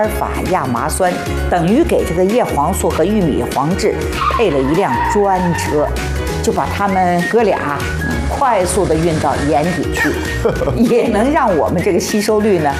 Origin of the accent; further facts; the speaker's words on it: Shanghai, China; accent: Shanghainese; 我们上海话叫嘎地居啊